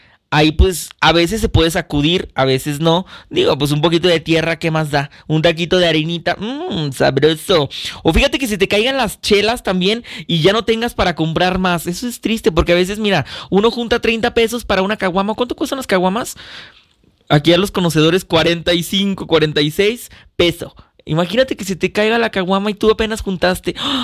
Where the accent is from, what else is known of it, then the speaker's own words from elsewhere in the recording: Mexico; O sea, como buen mexicano, ¿qué es lo que haces?